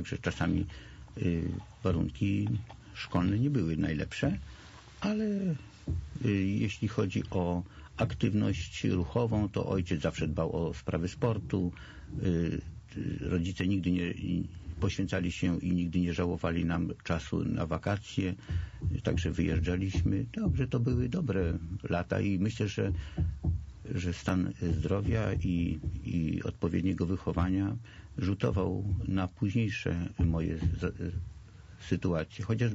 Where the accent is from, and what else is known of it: Warsaw, Masovian Voivodeship, Poland; born or raised there